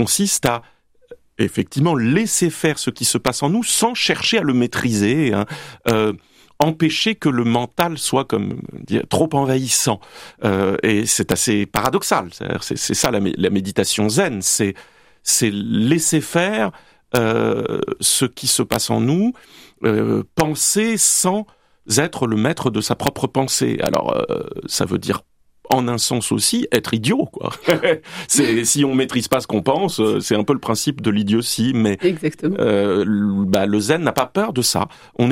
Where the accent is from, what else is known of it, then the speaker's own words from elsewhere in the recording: Bordeaux, Nouvelle-Aquitaine, France; je suis bordelais